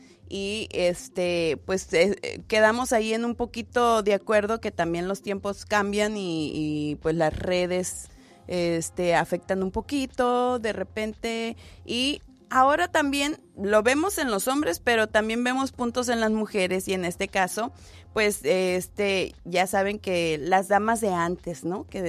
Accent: Tijuana, Baja California, Mexico; Yo crecí en Tijuana, en Tijuana no hacían eso.

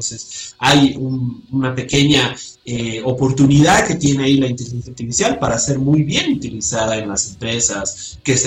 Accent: Bolivia

